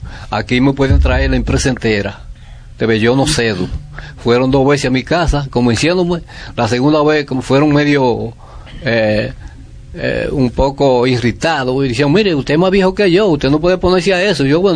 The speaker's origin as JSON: {"language": "Spanish", "town": "Carrera de Palma", "region": "La Vega", "country": "Dominican Republic", "tie": "born or raised there", "said": "porque yo soy nativo, nacido y criado en esa comunidad, que hay cosas que coinciden mucho con lo que dice el padre. Nosotros vivimos Carrera de Palma, justamente frente a esa montaña."}